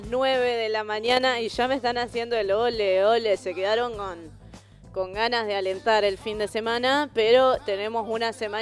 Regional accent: Argentina; Sí puedo decir como argentina

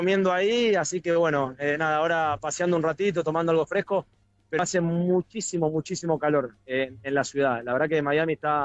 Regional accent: Argentina

